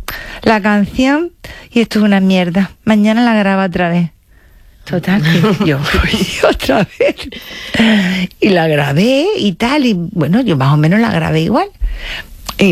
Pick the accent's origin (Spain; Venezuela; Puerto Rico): Spain; Jaén, Andalusia; J de Jaén, sí, de Jaén, yo soy de Jaén, A de Alemania, mi marido está en Alemania.